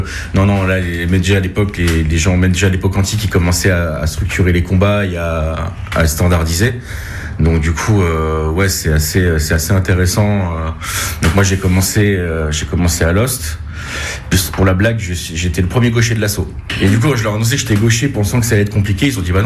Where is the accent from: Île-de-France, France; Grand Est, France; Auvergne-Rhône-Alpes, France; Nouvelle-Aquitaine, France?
Grand Est, France; now in Toulouse, France; En fait, je suis pas du tout toulousain. Je suis un importé. Je suis alsacien d'origine. Et du coup, je suis venu faire mes études universitaires à Toulouse.